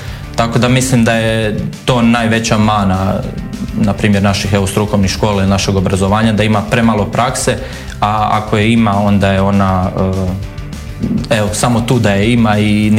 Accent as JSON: {"language": "Croatian", "town": "Petrinja", "region": "Sisak-Moslavina County", "country": "Croatia", "said": "ja sam inače iz Petrinje, tamo Petrinja, Sisak, taj dio"}